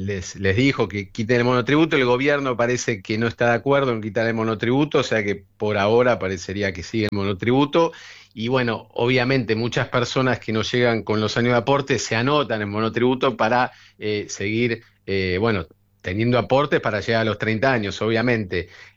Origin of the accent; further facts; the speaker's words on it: Argentina; somos todos argentinos para el mundo.